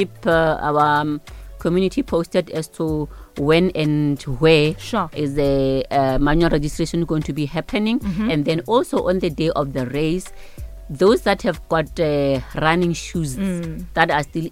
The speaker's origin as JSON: {"language": "English", "region": "Limpopo", "country": "South Africa", "said": "I'm from Hamolepo, by the way, Bushira."}